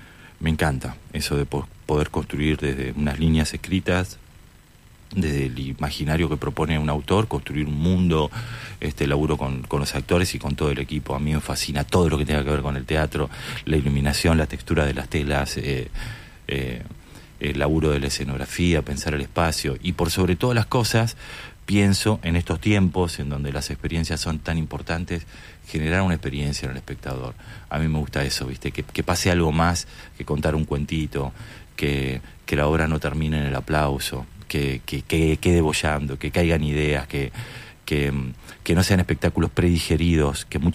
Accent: Argentina

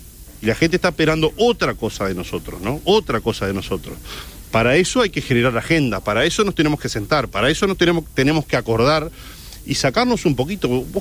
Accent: Uruguay; lo que tenemos que nosotros como uruguayos y como gobernantes es estar dando otra respuesta.

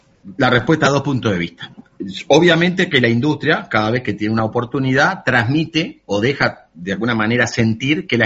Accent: Uruguay

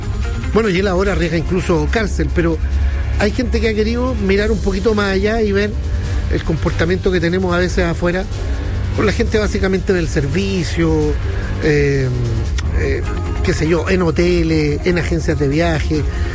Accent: Chile; somos racistas los chilenos

